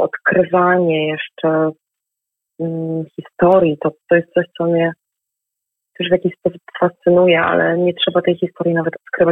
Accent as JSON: {"language": "Polish", "region": "Pomeranian Voivodeship", "country": "Poland"}